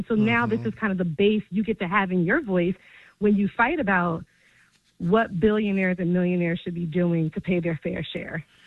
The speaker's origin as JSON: {"language": "English", "region": "New Jersey", "country": "United States", "said": "I'm from New Jersey, always from New Jersey. So even down here in these DMV streets, still repping New Jersey"}